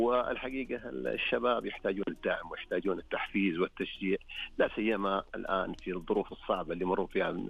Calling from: Asir, Saudi Arabia; من محافظة رجال ألمع

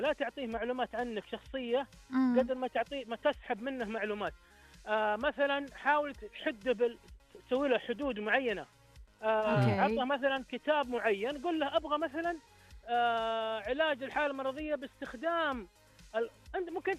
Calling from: Jeddah, Makkah Province, Saudi Arabia

